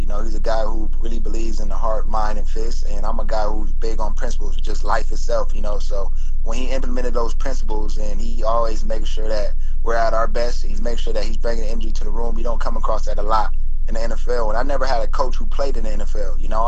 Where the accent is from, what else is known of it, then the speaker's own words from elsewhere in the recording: Indiana, United States; And for me, it's been surreal because I grew up in Indiana a little bit. My dad played for the Colts.